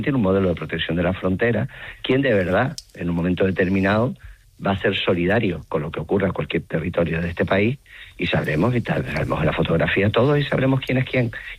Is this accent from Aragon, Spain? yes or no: no; Canary Islands, Spain; Bueno, intuyo, yo no soy ceutí, soy canario, pero me pongo en el lugar de Juan Jesús Viva